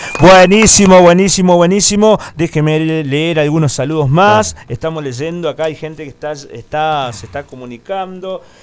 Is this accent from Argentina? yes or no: yes; Reconquista, Santa Fe, Argentina; Yo no soy nacido en Reconquista, pero soy criado y mal criado en Reconquista. Y bueno, y eso yo hoy lo tengo como mi pueblo, como mi ciudad.